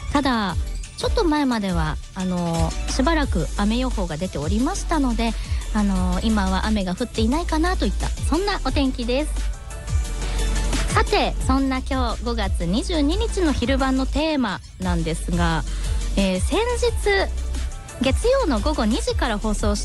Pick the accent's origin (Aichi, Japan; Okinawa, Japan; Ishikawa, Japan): Aichi, Japan; Okazaki; born there; moved away; 私もね岡崎で生まれてちょっと離れていた時期もありますが、また岡崎に戻ってきて岡崎大好き